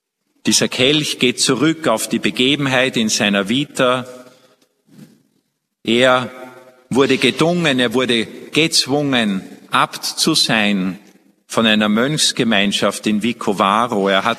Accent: Austria; bei uns in Österreich so viel geschenkt ist, auch bei uns hier in unserer Region

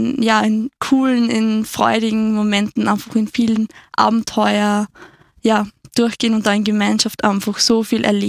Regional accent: Oberndorf, Lower Austria, Austria; bin 21, komme aus Niederösterreich, aus, genau gesagt, aus Oberndorf.

